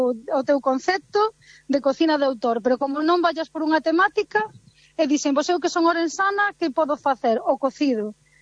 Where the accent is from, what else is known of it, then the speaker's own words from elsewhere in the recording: Galicia, Spain; ao final somos galegos e comemos como galegos.